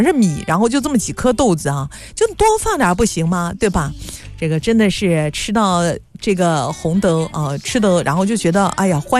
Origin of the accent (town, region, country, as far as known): Nanjing, Jiangsu, China